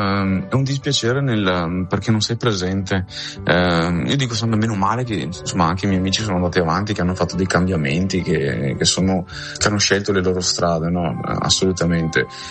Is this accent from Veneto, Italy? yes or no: yes; Veneto, Italy; sono veneto, quindi il nord per me è anche il nord Italia, no? Quindi proprio fisicamente casa.